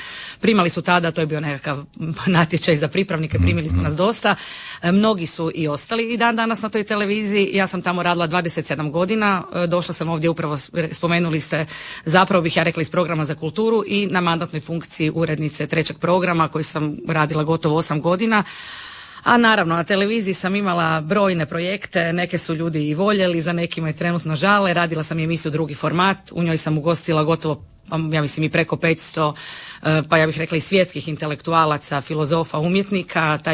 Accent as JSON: {"language": "Croatian", "town": "Pula", "region": "Istria County", "country": "Croatia", "tie": "born or raised there", "said": "Odrasla sam, rođena sam u Puli i tu sam odrasla."}